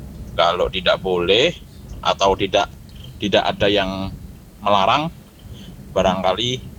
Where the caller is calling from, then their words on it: Semarang, Central Java, Indonesia; saya sebagai warga Tanamas